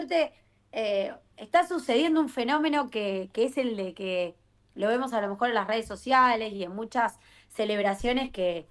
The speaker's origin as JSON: {"language": "Spanish", "town": "Venado Tuerto", "region": "Santa Fe", "country": "Argentina", "said": "estamos muy, muy orgullosos como venadenses"}